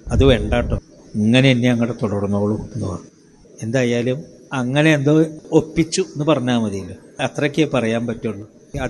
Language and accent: Malayalam; Aloor, Kerala, India; ഞങ്ങളുടെ നാട്ടിൽ, ആളൂരാണ് സ്ഥലത്തിൻ്റെ